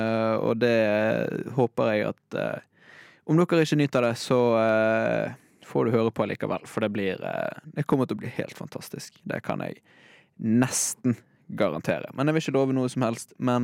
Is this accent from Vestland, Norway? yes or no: yes; Bergen, Vestland, Norway; jeg er bergenser